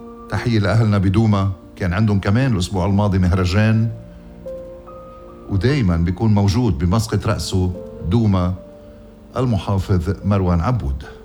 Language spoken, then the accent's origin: Arabic; Lebanon; تصريف إنتاج التفاح رح نشجعه نحن كلبنانيين